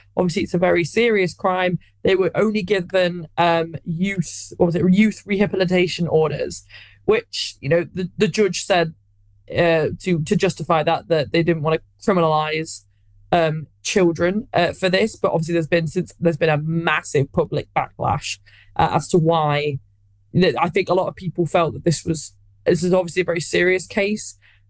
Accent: United Kingdom; we can all kind of know as the British people that summers have been getting hotter and hotter

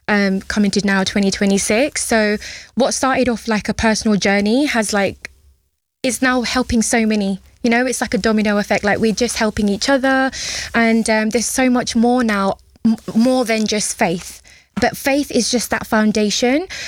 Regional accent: United Kingdom; I'm not always going to go Bangladesh. I am British and I live here.

